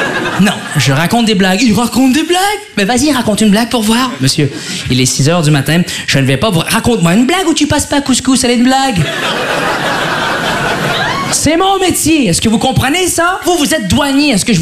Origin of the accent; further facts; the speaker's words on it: Quebec, Canada; En tant que Québécois, je suis confus. Je suis arrivé ici, puis c'est pas ce qu'on nous a promis.